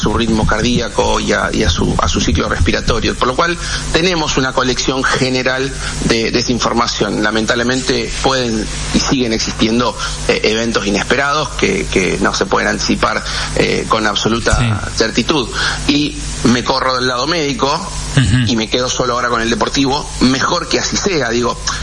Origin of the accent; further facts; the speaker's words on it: Argentina; also born or lived in Uruguay; Yo nací en Uruguay, vivo en Argentina, toda mi vida viví en Argentina desde los 5 años, pero yo nací en Uruguay.